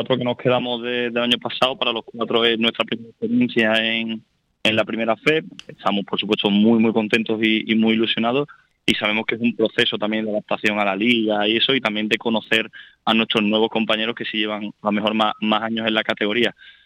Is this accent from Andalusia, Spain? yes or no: yes; Seville, Andalusia, Spain; moved away as an adult; now in Córdoba, Spain; Yo soy de Sevilla, que estemos aquí en AVE a 40 minutos así, pero bueno, la verdad que Córdoba es una ciudad preciosa. Yo me adapté muy bien el año pasado